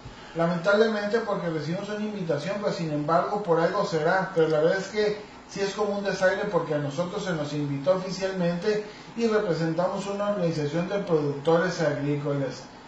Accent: Mexico; todos somos mexicanos

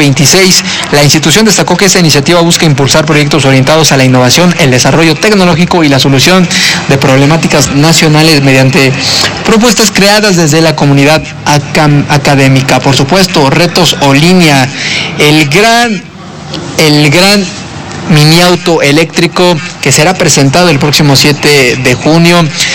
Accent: Mexico; lo que somos como mexicanos

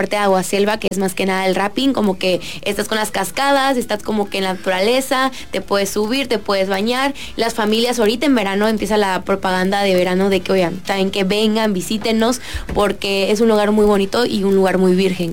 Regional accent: Huimanguillo, Tabasco, Mexico; mucho amor a mi tierra, mucho amor a mi municipio. Yo nací, crecí ahí. Tengo 21 años de vida estando ahí.

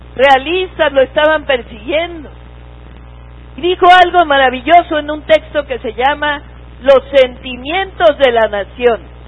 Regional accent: Mexico; eso es lo que defendemos como mexicanas y mexicanos.

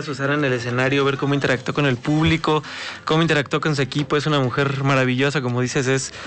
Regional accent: Chiapas, Mexico; born there; now in Tlaxcala, Mexico; nací en Chiapas, pero me adoptó Tlaxcala hace algunos años.

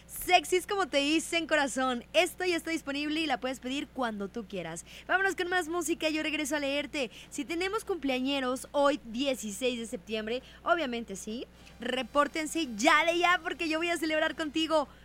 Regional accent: Mexico; somos unos mexicanos libres

